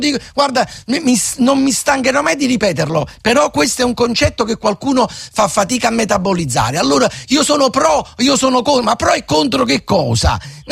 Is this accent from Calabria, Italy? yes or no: no; Naples, Campania, Italy; in quanto napoletano, poi trovi chi invece prova grande affetto e simpatia per noi napoletani.